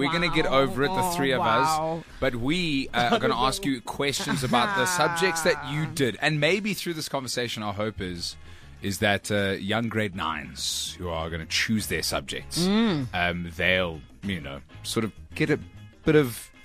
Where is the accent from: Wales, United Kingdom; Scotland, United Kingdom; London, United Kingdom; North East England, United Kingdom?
North East England, United Kingdom; I'm Geordie.